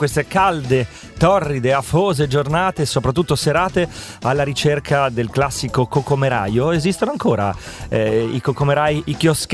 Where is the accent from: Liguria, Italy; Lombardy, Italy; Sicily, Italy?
Liguria, Italy; Dalle mie parti si chiama pateca in Liguria